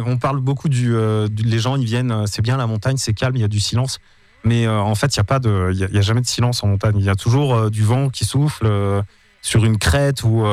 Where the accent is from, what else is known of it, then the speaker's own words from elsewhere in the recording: Val d'Isère, Auvergne-Rhône-Alpes, France; la station dans laquelle j'ai grandi à Val d'Isère quand j'étais gamin